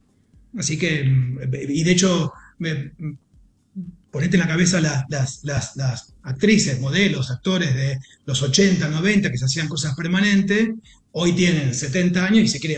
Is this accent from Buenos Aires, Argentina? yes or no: yes; Buenos Aires, Argentina; Yo soy de Buenos Aires, tengo mi clínica ahí en Belgrano.